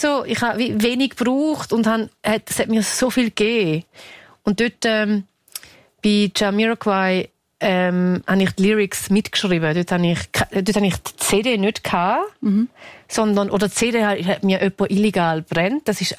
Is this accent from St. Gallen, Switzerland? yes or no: yes; Niederuzwil, St. Gallen, Switzerland; weil ich bin in Niederruzwil geboren und aufgewachsen und dann habe ich aber die Lehre in Zürich gemacht als Pharmaassistentin.